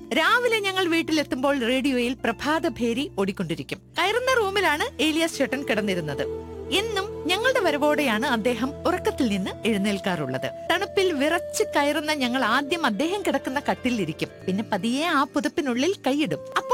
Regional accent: Kerala, India; മൂന്നാറിനോടടുത്തുള്ള ഇരുട്ടുകണം എന്ന സ്ഥലമാണ് എന്റെ ജന്മനാട്. മൂന്നാറിനോട് ചേർന്ന പ്രദേശമായതുകൊണ്ട് രാവിലെ പുറത്തിറങ്ങുമ്പോ തണുപ്പ് വെറും തണുപ്പല്ല, പല്ലുകൾ തമ്മിൽ മത്സരിച്ച് കൂട്ടിയിരിക്കുന്ന തണുപ്പ്.

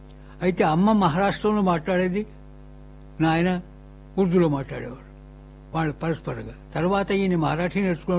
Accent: Madikonda, Telangana, India; ఇది ఈ విధంగా నా బాల్యం అక్కడ. మడికొండలో కూడా నా బాల్యం చెల్లినప్పుడు

